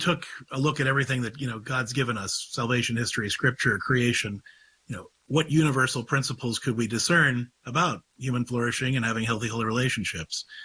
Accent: Clareton, Pennsylvania, United States; I grew up in Clareton, Pennsylvania, which is the first place that The Deer Hunter was filmed.

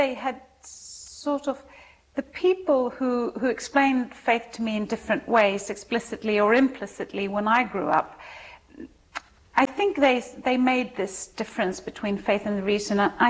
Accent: Sweden; I was born and raised in Sweden by a Swedish mother and a Croatian father.

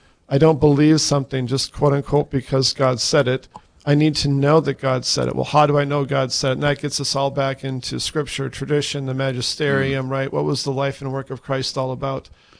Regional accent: Jamestown, North Dakota, United States; now in Fargo, United States; I was born and raised in Jamestown, North Dakota, live in Fargo now, and just retired here this year from the National Guard.

